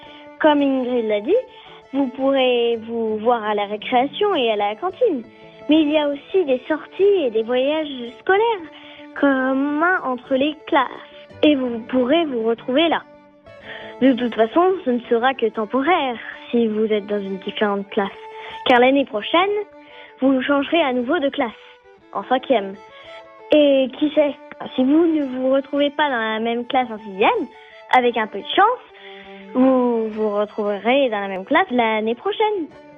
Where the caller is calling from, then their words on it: Montévrain, Île-de-France, France; j'ai 11 ans et j'habite à Montévrin.